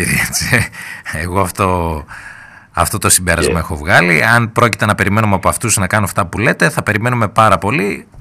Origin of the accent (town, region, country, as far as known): Greece